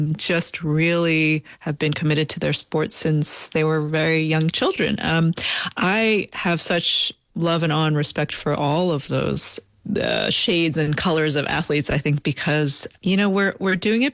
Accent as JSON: {"language": "English", "region": "New York", "country": "United States", "tie": "born or raised there", "said": "And my brother and I grew up on Long Island in New York, and we were immersed in water and swimming since a very young age"}